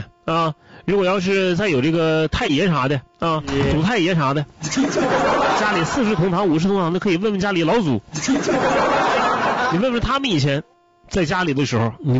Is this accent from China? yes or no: yes; Northeast China, China; 在咱们东北人的心目当中